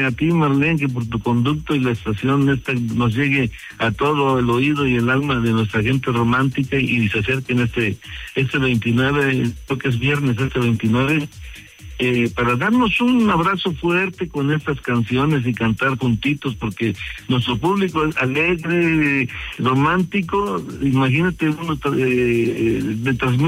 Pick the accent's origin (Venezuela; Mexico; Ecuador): Mexico; Poza Rica, Veracruz; yo soy veracruzano, soy de Poza Rica.